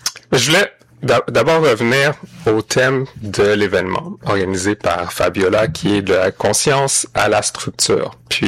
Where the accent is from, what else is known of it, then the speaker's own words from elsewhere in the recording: Quebec, Canada; also born or lived in Haiti; je suis d'origine haïtienne, je suis né en Haïti, mais je me suis retrouvé très tôt en orphelinat dans ma petite enfance, qui m'a amené à être parrainé puis finalement adopté par un couple de Québécois francophones